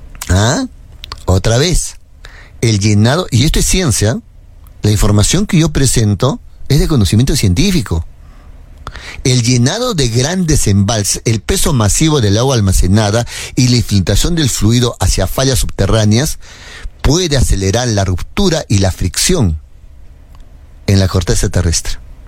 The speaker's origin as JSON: {"language": "Spanish", "region": "Arequipa", "country": "Peru", "said": "en Cayoba, mi tierra"}